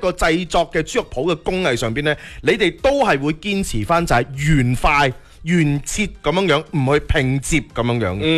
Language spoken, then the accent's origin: Cantonese; Guangdong, China; 我哋廣東人